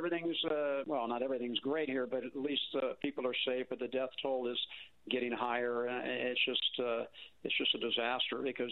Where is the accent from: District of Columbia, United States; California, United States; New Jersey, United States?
California, United States; I grew up in California, so I'm really familiar with earthquakes.